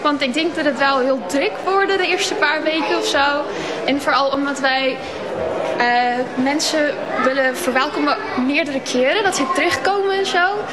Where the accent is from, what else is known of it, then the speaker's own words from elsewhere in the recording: South Africa; now in Vlieland, Netherlands; Zuid-Afrika, op een natuurreservaat. Dus Vlieland is de tweede beste daarnaast. Ja, nee, maar Vlieland is echt mijn thuis nu.